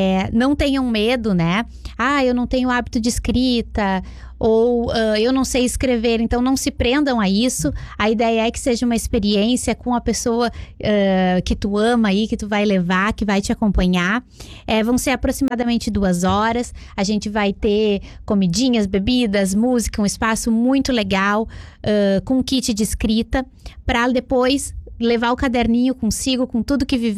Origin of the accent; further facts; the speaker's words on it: Restinga Seca, Rio Grande do Sul, Brazil; born there; eu não sou natural de Restinga Seca, mas eu tenho uma relação muito grande com Restinga Seca, né? Porque eu vim morar aqui ainda criança, e quando eu não morava aqui, todas as minhas férias eram na casa da minha avó